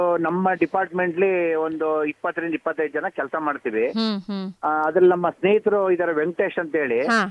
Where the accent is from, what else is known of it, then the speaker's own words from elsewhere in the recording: Kollegal, Karnataka, India; now in Mysuru, India; ನಂದು actually nature native place ಬಂದು ಕೊಳ್ಳೇಗಾಲ. ನಾನು ಮೈಸೂರಿಗೆ ಬಂದು 30 ವರ್ಷ ಆಯ್ತು